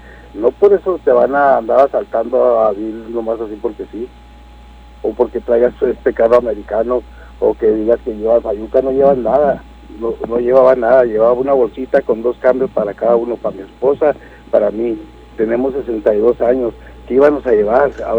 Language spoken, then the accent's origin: Spanish; Valle de Juárez, Chihuahua, Mexico; Yo soy vallejuarense 100%, yo nací en el Valle de Juárez, y pago mis impuestos mexicanos y pago impuestos americanos